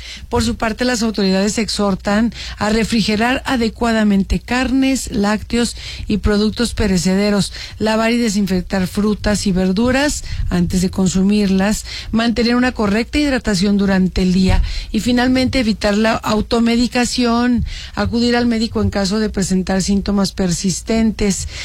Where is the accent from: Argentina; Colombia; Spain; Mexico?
Mexico; Todos somos mexicanos